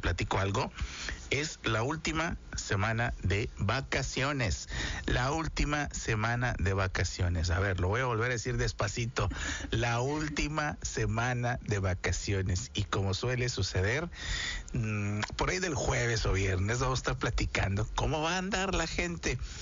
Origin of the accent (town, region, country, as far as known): Mexico